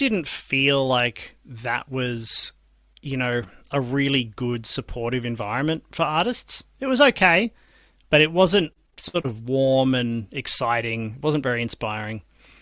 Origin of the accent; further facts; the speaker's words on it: Sydney, New South Wales, Australia; I mean, I grew up in Sydney, so that was my experience.